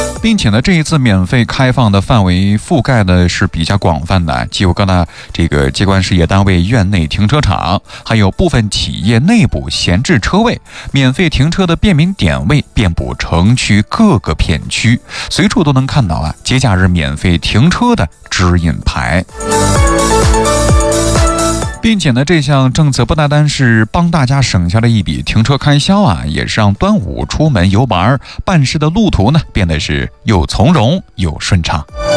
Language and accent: Chinese; Xinjiang, China